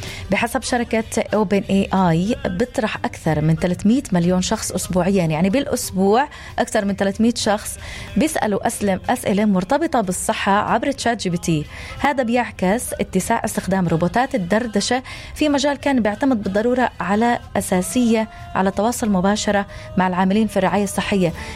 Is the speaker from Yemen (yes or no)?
no; Palestine; يعني صح أنا من فلسطين وبفتخر إني من فلسطين